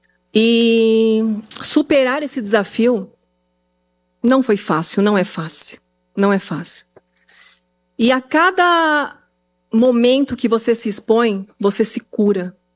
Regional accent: Diadema, São Paulo, Brazil; eu cresci em Diadema, né, e eu falo a periferia de São Paulo, região sul, mas a periferia de São Paulo.

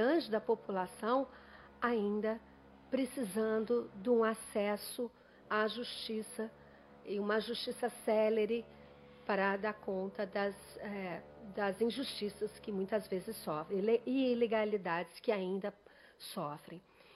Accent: São Paulo, Brazil; born there; now in Rio de Janeiro, Brazil; eu sou paulista, eu sou nascida aqui. Então, eu me carioquei, a vida me cariocou, mas eu sou daqui.

